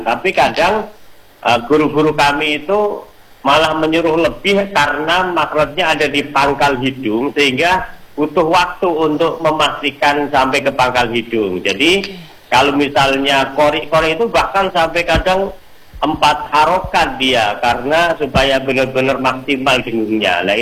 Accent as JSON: {"language": "Indonesian", "region": "Java", "country": "Indonesia", "said": "saya orang Jawa"}